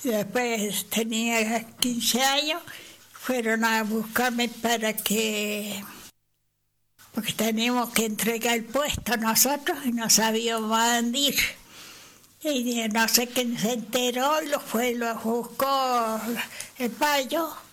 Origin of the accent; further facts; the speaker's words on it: Las Lechucitas, Córdoba, Argentina; Nací en Las Lechucitas.